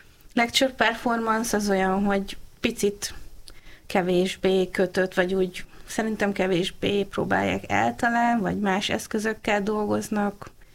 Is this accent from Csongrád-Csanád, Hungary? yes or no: yes; Hódmezővásárhely, Csongrád-Csanád, Hungary; moved away; én Hódmezővásárhelyi is vagyok